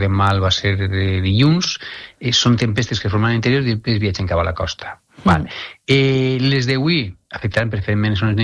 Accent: Alcoy, Valencian Community, Spain; jo parlant amb les familiars que tinc, jo soc d'Alcoi, parlant amb els amics familiars d'Alcoi

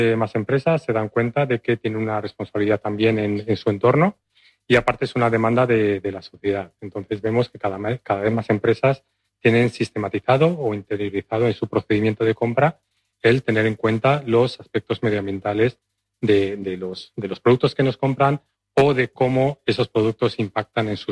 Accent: Valladolid, Castile and León, Spain; moved away as an adult; now in Ador, Spain; Yo soy de Valladolid

